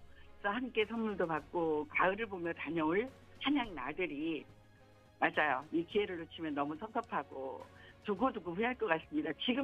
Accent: Seoul, South Korea; also born or lived in Daejeon; now in Gyeongju, South Korea; 저는 대전이 고향이지만 서울에서 자랐거든요.

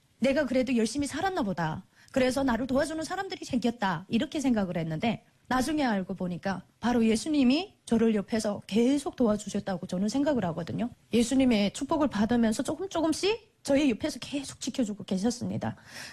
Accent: North Korea; moved away as an adult; now in South Korea; 북한에서는 할수 없지만 다른 나라에 가서 할 수가 있겠다라고 해서 제가 탈북을 했습니다.

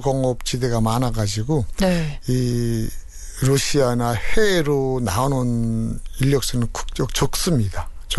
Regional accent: Chagang, North Korea; 자강도입니다.

